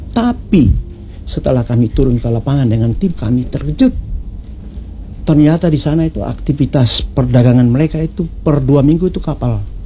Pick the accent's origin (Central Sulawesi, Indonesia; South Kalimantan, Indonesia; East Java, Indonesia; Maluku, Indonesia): Maluku, Indonesia; kita ini orang Maluku